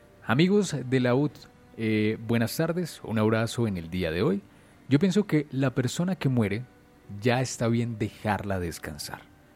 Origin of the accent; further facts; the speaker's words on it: Bogotá, Bogotá Capital District, Colombia; nosotros que somos de Bogotá, bogotanos de corazón, sabemos que es andar en Transmilenio.